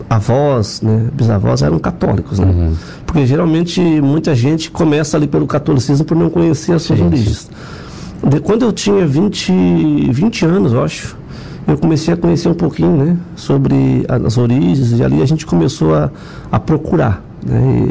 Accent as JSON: {"language": "Portuguese", "country": "Brazil", "tie": "born there", "said": "não negamos a nossa raiz brasileira, somos brasileiros nascidos aqui, né?"}